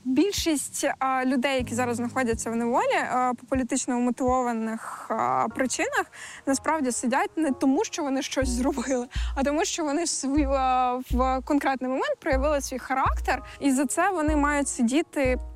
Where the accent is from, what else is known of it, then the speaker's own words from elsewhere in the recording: Crimea, Ukraine; мого рідного Криму